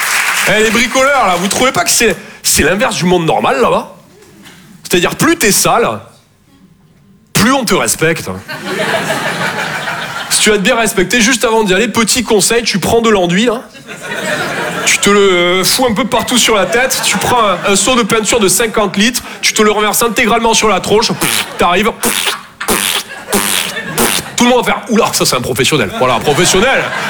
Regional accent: Toulouse, Occitanie, France; Je viens de Toulouse, à la base. Ouais, ça s'entend un peu, ouais. Bah, mon accent, c'est vraiment comme mon sexe.

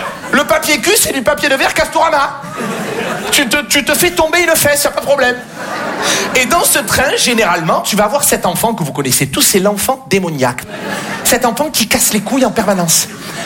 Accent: Marseille, Provence-Alpes-Côte d'Azur, France; born or raised there

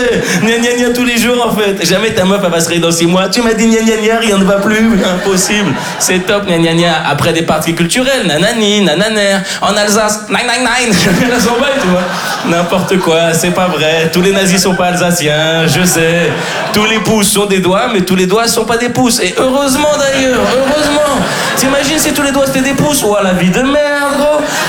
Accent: Switzerland; Je dis, mec, je suis suisse, mais je suis pas la Suisse, en fait.

